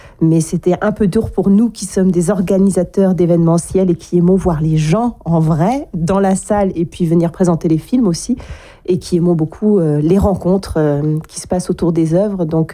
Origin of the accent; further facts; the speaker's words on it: Brittany, France; chez nous en Bretagne, d'avoir de nombreuses salles à proximité, évidemment pas seulement à Brest.